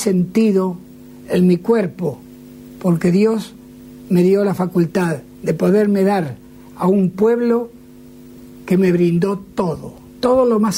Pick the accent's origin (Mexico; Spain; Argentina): Argentina; moved away